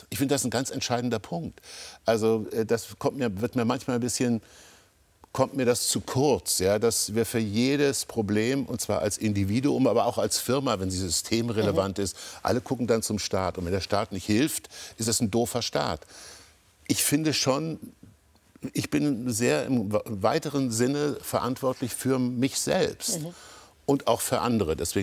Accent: Kassel, Hesse, Germany; moved away; ich komme aus Kassel, das war eine tolle Mutter, ein furchtbarer Vater, es war eine kleine Wohnung

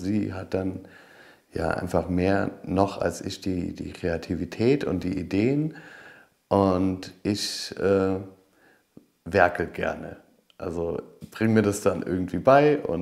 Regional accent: Eifel, Germany; moved away; Ich bin im Dorf in der Eifel groß geworden

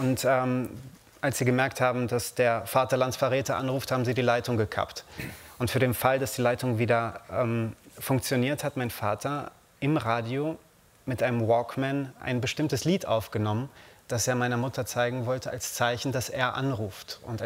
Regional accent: Germany; also born or lived in Romania; Ich war ja 2 Jahre und 8 Monate, als wir nach Deutschland gekommen sind.

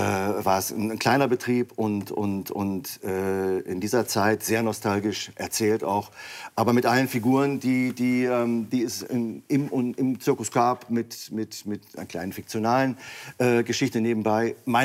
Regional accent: Bremerhaven, Bremen, Germany; Aber ich bin in meiner Heimatstadt in Bremerhaven

